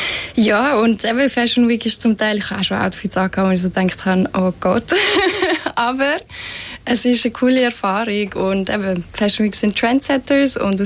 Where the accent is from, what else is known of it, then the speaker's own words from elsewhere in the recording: Fislisbach, Aargau, Switzerland; Und bin dann, glaube ich, 3 Wochen später in der Schweiz, in meinem Dörfli in Fislisbach, wo ich aufgewachsen bin, teilweise zu der Kollegin gelaufen